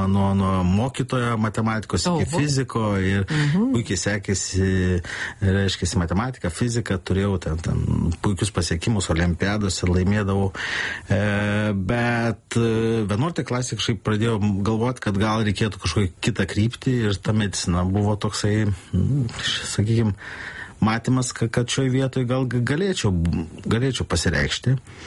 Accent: Mažeikiai, Samogitia, Lithuania; now in Kaunas, Lithuania; esu iš Žemaitijos atvykęs į Kauną.

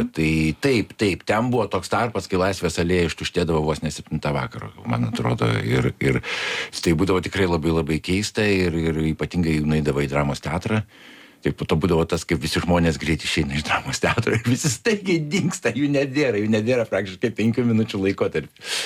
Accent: Vilnius, Vilnius County, Lithuania; also born or lived in Kaunas; Bet kai manęs paklausė apie gimimą, aš jiems pasakau, kad tie pirmieji 2 metai vis tiek yra Kaune. Ir gimimas yra Kaune ir matyt, tai paliko tam tikrą pėdsaką.

